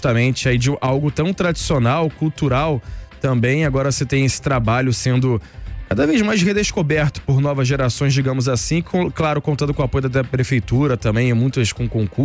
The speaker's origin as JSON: {"language": "Portuguese", "town": "Nilópolis", "region": "Rio de Janeiro", "country": "Brazil", "tie": "born or raised there", "said": "outros eventos a céu aberto, como lá na minha terrinha em Nilópolis."}